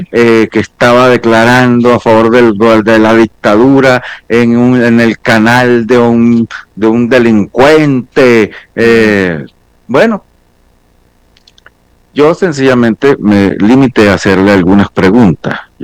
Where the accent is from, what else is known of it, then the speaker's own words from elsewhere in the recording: Venezuela; Los que no tenemos amnesia somos los venezolanos.